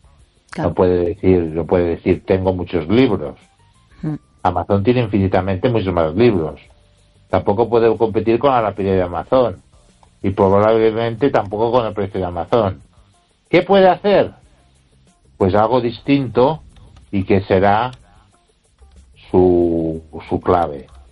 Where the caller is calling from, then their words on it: Ourense, Galicia, Spain; desde Orense, Europa.